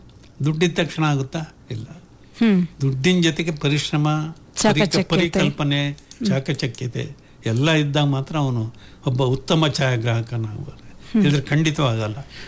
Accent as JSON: {"language": "Kannada", "town": "Chitradurga", "region": "Karnataka", "country": "India", "said": "ಇಲ್ಲ, ನನಗೆ ತುಂಬಾ ಖುಷಿ, ಯಾಕಂದ್ರೆ ನಾನು ಓದಿದ ಊರು ನಮ್ಮೂರು ಅನ್ನೋ ಹೆಮ್ಮೆ ನನಗಿದೆ. ನಾವು ನಿಮ್ಗೆ ಕರೆದಾಗೆಲ್ಲ ನಮ್ಮ ಚಿತ್ರದುರ್ಗ ಬರ್ಬೇಕಂತ ಭಾಳ ಆಸೆ ಇದೆ."}